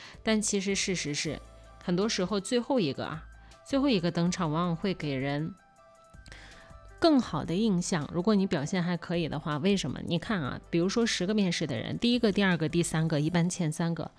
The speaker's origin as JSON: {"language": "Chinese", "town": "Kaifeng", "region": "Henan", "country": "China", "tie": "born or raised there", "moved": "yes", "said": "从新郑机场到我的老家开封还有1个小时的时间"}